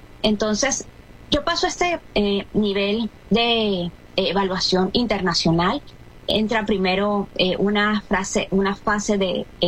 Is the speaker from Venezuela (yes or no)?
yes; Venezuela